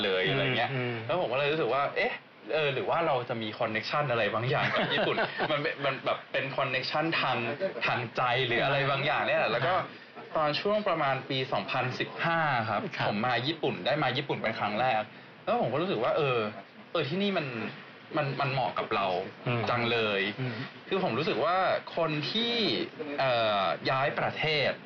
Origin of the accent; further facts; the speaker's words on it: Bangkok, Thailand; now in Japan; แต่ผมรู้สึกว่าตอนอยู่ไทยผมอยู่กรุงเทพเนาะผมเป็นคนกรุงเทพแล้วผมรู้สึกว่ากรุงเทพเป็นเมืองที่ไม่ค่อยอนุญาตให้เรามีความสุขเท่าไหร่